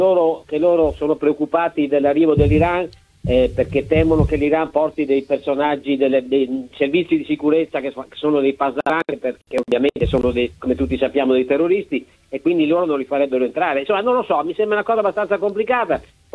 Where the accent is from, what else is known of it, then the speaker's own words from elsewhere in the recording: Veneto, Italy; accent: Venetian; now in Rome, Italy; I miei amici padovani mi dicono che ho l'accento romano ormai, sono più l'accento veneto, quindi per cui insomma è abbastanza strana, ecco, la situazione, perché i romani mi dicono che si sente che sono veneto